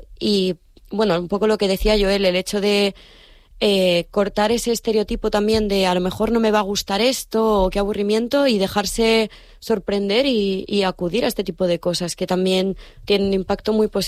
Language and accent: Spanish; Madrid, Community of Madrid, Spain; now in Canary Islands, Spain; yo que, bueno, soy de Madrid